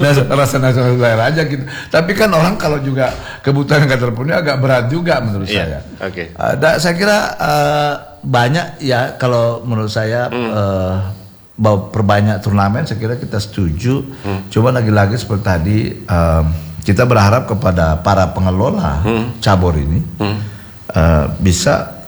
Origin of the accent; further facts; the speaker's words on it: Tarakan, North Kalimantan, Indonesia; kita sebagai orang Tarakan